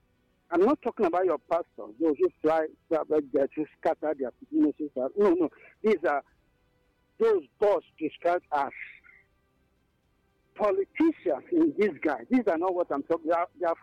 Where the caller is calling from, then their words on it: Enugu, Enugu State, Nigeria; I'm calling you from Enugu right now.